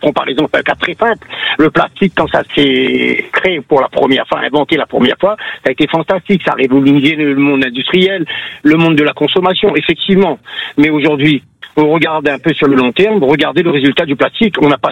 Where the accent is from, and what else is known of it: Réunion, France; now in Canet-en-Roussillon, France